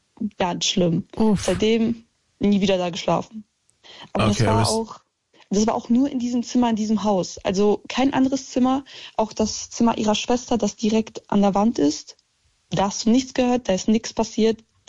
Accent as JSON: {"language": "German", "country": "Poland", "moved": "yes", "lives_now": "Germany", "said": "Also wir kommen ursprünglich aus Polen, wir sind dann irgendwann hier hingezogen, bla bla bla."}